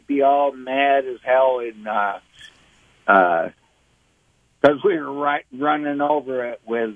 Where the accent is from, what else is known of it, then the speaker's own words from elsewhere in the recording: Hornell, New York, United States; I grew up in Hornell.